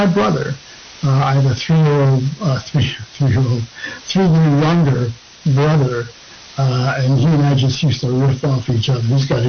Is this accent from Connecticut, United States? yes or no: yes; Connecticut, United States; And growing up in Connecticut, I heard all these stories and everything.